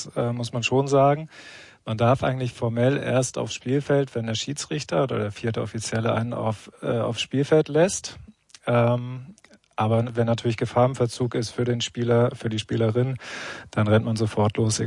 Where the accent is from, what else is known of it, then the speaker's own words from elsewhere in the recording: Bremen, Germany; moved away; Also ich bin in Bremen groß geworden